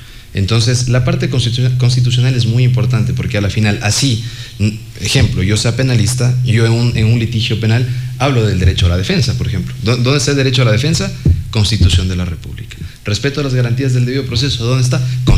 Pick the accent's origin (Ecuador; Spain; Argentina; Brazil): Ecuador; tenemos como ecuatorianos